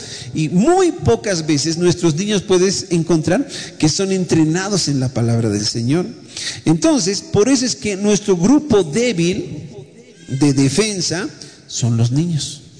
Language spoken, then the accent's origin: Spanish; Bolivia